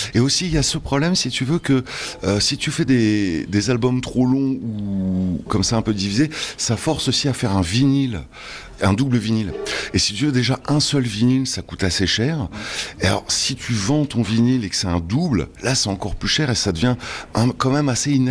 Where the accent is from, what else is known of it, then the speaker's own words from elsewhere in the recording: France; je suis français